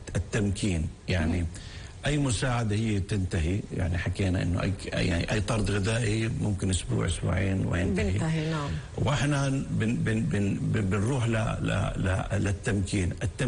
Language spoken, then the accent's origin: Arabic; Palestine